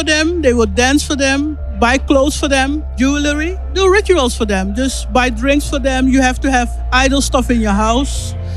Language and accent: English; Netherlands; I'm from the Netherlands.